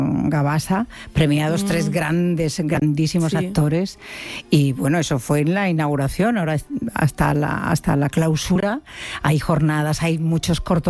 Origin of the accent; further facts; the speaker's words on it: Extremadura, Spain; ¿Has estado en Extremadura con los 41 grados que había en mi tierra, en mi pueblo, ayer o antes de ayer?